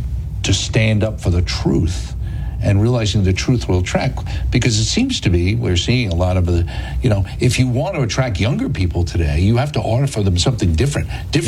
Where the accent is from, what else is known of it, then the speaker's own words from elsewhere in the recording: New Jersey, United States; in my home state of New Jersey, where music is widely appreciated